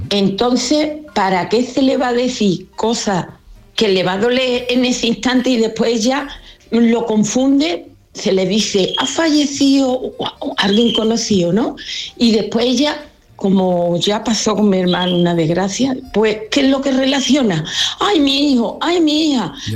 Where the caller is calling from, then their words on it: Dos Hermanas, Andalusia, Spain; Buenos días, Rafa y compañía. … de Dos Hermanas.